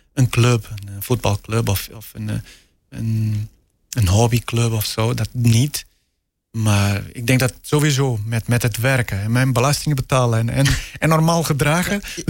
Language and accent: Dutch; Portugal; Dutch is a second language; now in Netherlands; Nou, gelukkig is van hier naar Portugal vliegen is